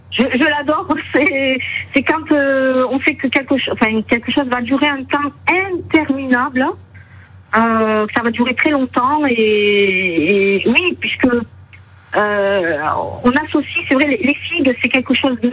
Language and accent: French; Toulouse, Occitanie, France; Oui, vous savez que même par chez nous, à Toulouse, je l'ai déjà entendu.